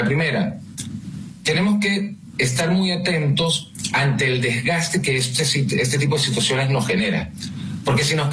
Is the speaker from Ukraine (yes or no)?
no; Venezuela; moved away